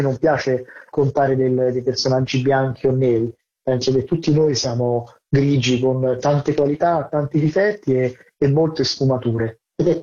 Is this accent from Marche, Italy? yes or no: no; Rome, Lazio, Italy; Io sono nato e cresciuto a Roma, però ho fatto tutto il mio percorso scolastico alla scuola francese